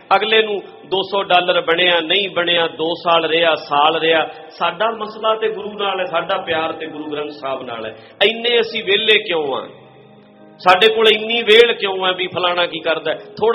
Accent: Punjab, India; ਅਸੀਂ ਪੰਜਾਬੀ ਹਾਂ, ਉਹ ਰਹਿਣਾ ਤੇ ਪੰਜਾਬੀ ਹੋਈ ਹੈ

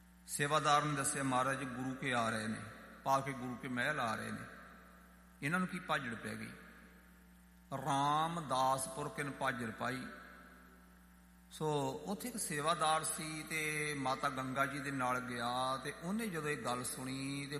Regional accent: Punjab, India; ਇਹਨਾਂ ਦਾ ਭੂਰੇ ਕੋਨੇ ਮੇਰਾ ਪਿੰਡ ਝਾਮਕਾ ਮਾਣੋ ਚਾਲ, ਅਤੇ ਸਾਡੇ ਤੋਂ ਕੋਈ 10 ਕਿਲੋਮੀਟਰ 'ਤੇ ਝਬਾਲ, ਅਤੇ ਝਬਾਲ ਤੋਂ 1 ਕਿਲੋਮੀਟਰ ਅੱਗੇ ਬਾਬਾ ਬੁੱਢਾ ਸਾਹਿਬ ਦੀ ਬੀੜ।

